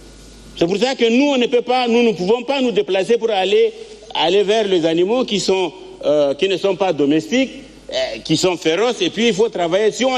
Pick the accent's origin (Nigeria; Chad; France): Chad; Donc nous tous, nous sommes tous des Tchadiens